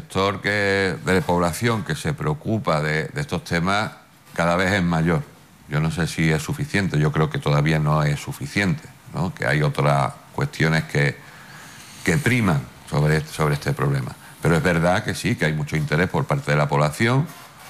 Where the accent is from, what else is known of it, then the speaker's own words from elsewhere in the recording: Ceuta, Spain; En Ceuta somos unos privilegiados.